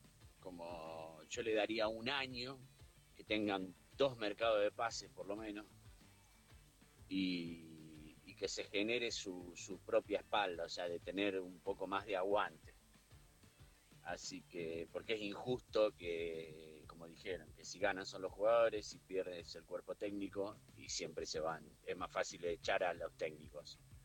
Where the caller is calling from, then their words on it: Argentina; de Suárez, hincha de River.